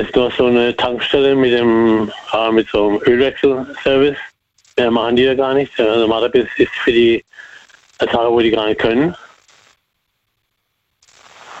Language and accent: German; Karlsruhe, Baden-Württemberg, Germany; born there; also born or lived in Ettlingen; now in Muggensturm, Germany; Ich bin gebürtiger Karlsruher.